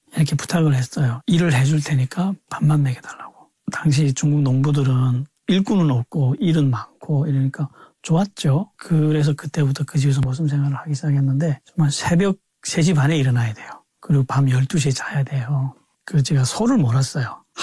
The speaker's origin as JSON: {"language": "Korean", "town": "Chongjin", "region": "North Hamgyong", "country": "North Korea", "tie": "born or raised there", "moved": "yes", "said": "제가 집이 청진이거든요. 청진역에 나가서 이제 중국으로 가자. 조국을 떠나는 마음이었어요. 북한 사람들에게 내 고향, 내 조국을 떠난다는 것은 굉장한 슬픔이고 굉장히 큰 충격입니다."}